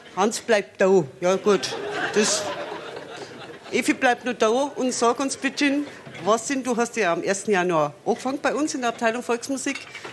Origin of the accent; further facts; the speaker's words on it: Bavaria, Germany; accent: bayerisch; Man kann nicht oberpfälzisch singen als Oberbayer.